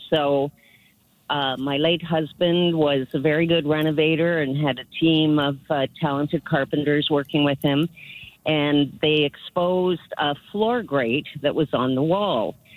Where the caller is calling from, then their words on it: Charlottetown, Prince Edward Island, Canada; I live in the original neighborhood of Charlottetown, the original bank where the customs building is, the original fire hall.